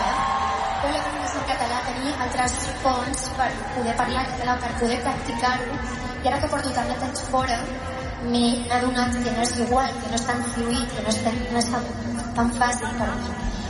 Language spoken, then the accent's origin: Catalan; Catalonia, Spain; Catalan is a second language; Quan he crescut aquí, a Catalunya, encara que les nostres famílies no parlin castellà, perdona, català